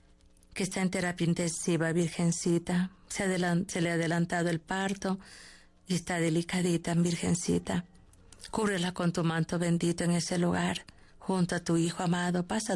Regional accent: Cañar, Ecuador; Buenas tardes, hermana Rocío. Un gusto saludarla. … de Cañar.

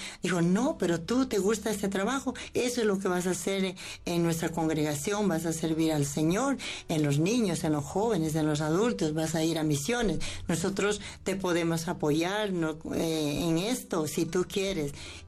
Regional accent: Loja, Ecuador; moved away; Yo soy misionera de Santa Teresita, vengo de la provincia de Loja.

